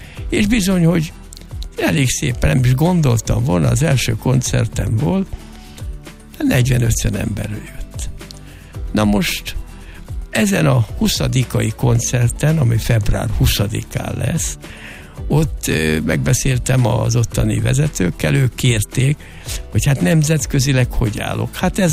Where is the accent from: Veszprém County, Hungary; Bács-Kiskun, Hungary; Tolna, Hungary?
Bács-Kiskun, Hungary; Kalocsa; now in Budapest, Hungary; Én olyan millióben nőttem föl, édesanyám is nagyon vallásos volt, főleg anyám, és Kalocsa